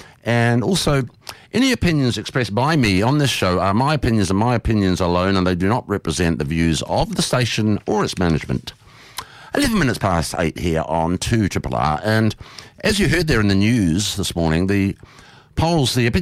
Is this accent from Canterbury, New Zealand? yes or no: no; Dunedin, Otago, New Zealand; they played in my hometown of Dunedin, 1922.